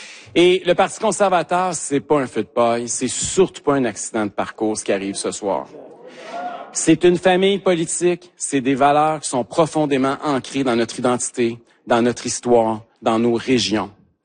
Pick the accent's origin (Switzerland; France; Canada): Canada; Quebec